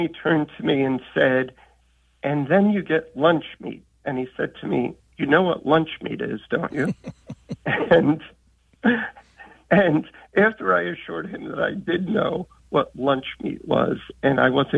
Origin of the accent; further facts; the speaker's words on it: Queens, New York, United States; now in Irvington, United States; Right, but I grew up in Queens and Astoria.